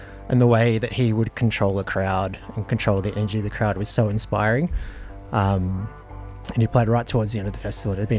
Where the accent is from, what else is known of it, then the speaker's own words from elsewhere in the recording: Flinders Island, Tasmania, Australia; now in Hobart, Australia; Before I moved back to Hobart, I am originally from Flinders Island, off the northeast coast of Tasmania. It's a small community of 1,000 people.